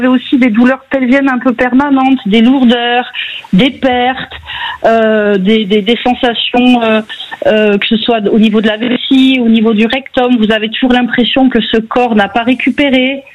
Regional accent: Nouvelle-Aquitaine, France

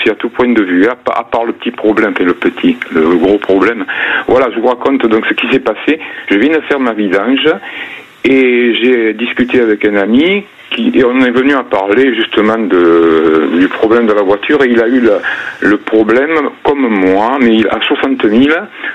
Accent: Provence-Alpes-Côte d'Azur, France; D'à côté d'Arles. Dans les Bouches-du-Rhône.

